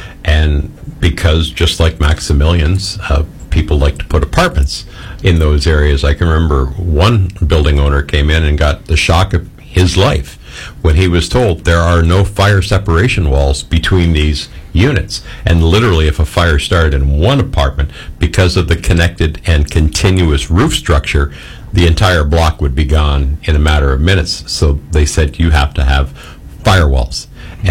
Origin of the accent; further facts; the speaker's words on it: Carleton Place, Ontario, Canada; my hometown in Carlton Place